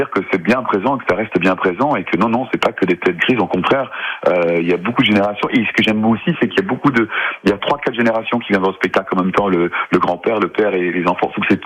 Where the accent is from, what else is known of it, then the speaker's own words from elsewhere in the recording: Schaerbeek, Brussels-Capital Region, Belgium; Donc on a ce côté bruxellois. Donc moi je suis né à Schaerbeek, il est né à Schaerbeek aussi.